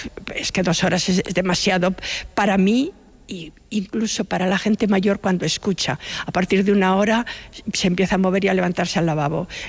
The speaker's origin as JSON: {"language": "Spanish", "town": "Trasmonte", "region": "Castile and León", "country": "Spain", "tie": "born or raised there", "said": "Trasmonte. Es un pueblo pequeñito de la provincia de Zamora. A ver, casi insignificante, pero para mí es mi pueblo y es maravilloso."}